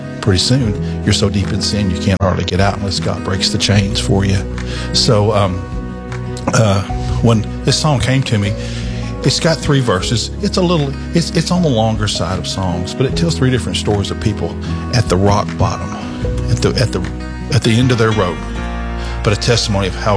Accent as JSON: {"language": "English", "town": "Texarkana", "country": "United States", "tie": "born or raised there", "said": "Mr. Brad Sullivan wrote that, and oddly was from my hometown, Texarkana."}